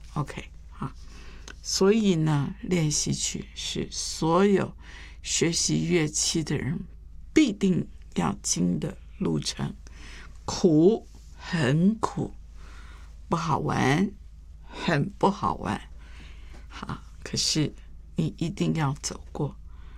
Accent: Taiwan; 我记得我在这个眷村里面长大的时候，我一学琴，一票的所有眷村的小孩子跟我同年都去学了，最后只剩下我一个。

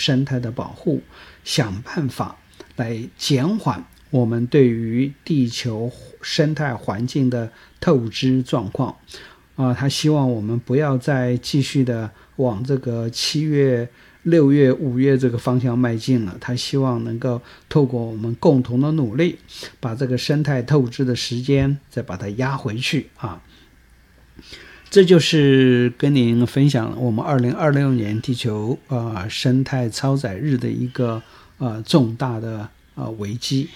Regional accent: Taiwan; 我们台湾人现在的生活方式

